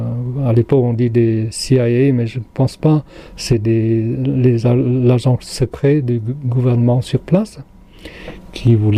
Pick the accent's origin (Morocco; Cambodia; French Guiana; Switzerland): Cambodia; now in France; C'est que j'ai quitté le Cambodge comme sur quelque chose que je ne maîtrisais pas du tout. Et même en arrivant en France, au bout de 3 ans, j'ai fait des cauchemars presque tous les soirs.